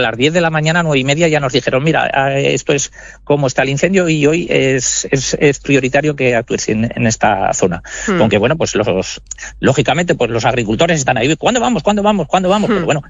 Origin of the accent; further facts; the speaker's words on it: Huesca, Aragon, Spain; porque soy de Huesca y tampoco los tengo muy cogidos